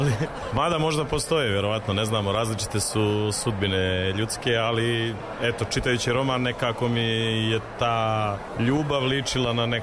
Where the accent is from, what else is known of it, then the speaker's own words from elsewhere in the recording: Trebinje, Republika Srpska, Bosnia & Herzegovina; Pa ja mislim da je negdje bio u srednjoj školi, zapravo, kod nas u Trebinju.